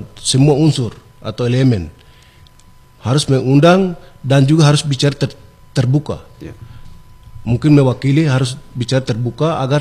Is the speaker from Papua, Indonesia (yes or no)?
yes; Papua, Indonesia; Jadi kami rata-rata kami orang Papua atau orang gunung ini belum sadar tentang keimanan.